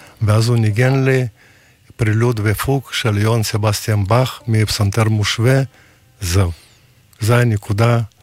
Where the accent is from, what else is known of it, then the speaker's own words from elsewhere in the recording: Dagestan, Russia; first language Judeo-Tat (Juhuri); Hebrew is a second language; moved away; also born or lived in Derbent; יליד דגסטן